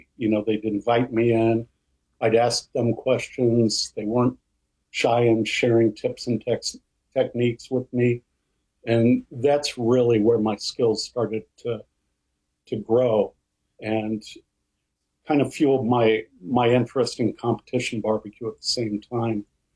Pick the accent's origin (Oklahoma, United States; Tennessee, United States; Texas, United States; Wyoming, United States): Texas, United States; Man, it started from birth. My mom was a Texan, and I'm a Texan by birth. And so I kind of grew up around the whole scene.